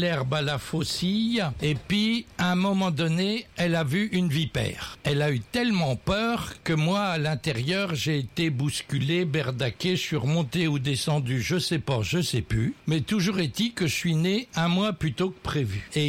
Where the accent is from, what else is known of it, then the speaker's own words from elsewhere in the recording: Centre-Val de Loire, France; il était né le 30 décembre 1909 à Vienne-en-Val, donc tout près de mon village natal.